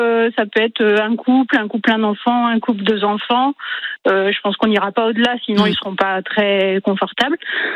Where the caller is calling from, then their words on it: La Chapelle-Moulière, Nouvelle-Aquitaine, France; Alors, je vous appelle de La Chapelle-Moulière dans la Vienne, le Nord-Vienne.